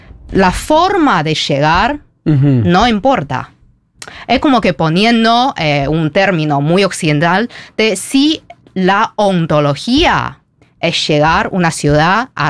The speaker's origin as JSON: {"language": "Spanish", "country": "China"}